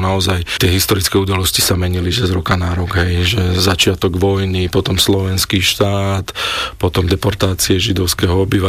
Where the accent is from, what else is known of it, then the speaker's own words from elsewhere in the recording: Prievidza, Trenčín Region, Slovakia; Pochádzam z Prievidze